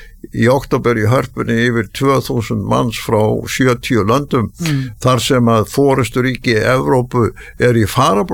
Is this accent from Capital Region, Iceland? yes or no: no; Þingeyri, Westfjords, Iceland; moved away; Það voru engur vegir og Dýrafirði í Næstufirði þegar ég var alast upp á Þingri.